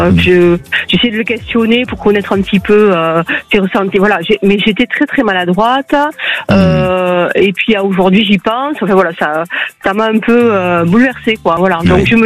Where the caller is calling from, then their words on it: Occitanie, France; Alors, d'Occitanie.